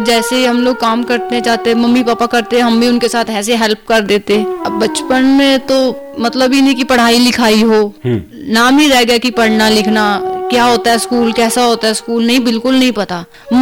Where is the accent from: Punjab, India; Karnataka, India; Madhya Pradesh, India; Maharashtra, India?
Punjab, India; Amritsar; born there; जी मेरा जन्म अमृतसर में हुआ है, और हालात ऐसे हो गए थे कि बचपन का तो पता ही नहीं चला